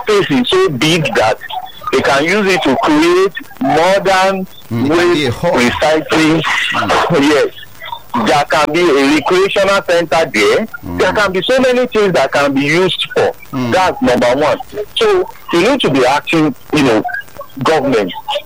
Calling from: Lagos, Nigeria; I'm calling from Ijari.

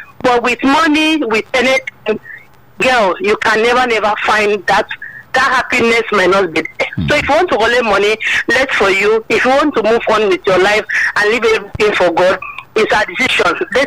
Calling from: Ogba, Lagos, Nigeria; I'm calling from Ogba.

